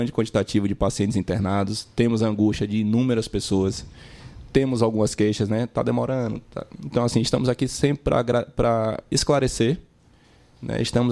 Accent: Bahia, Brazil; Sou baiano.

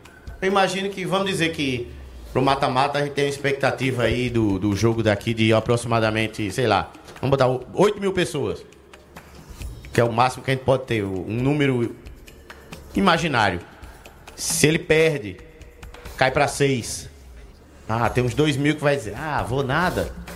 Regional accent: Rio Grande do Sul, Brazil; now in Campina Grande, Brazil; Eu nem sou suspeito porque eu não sou nascido aqui, eu sou adotado. Eu vim do Rio Grande do Sul, fui adotado por Campina Grande.

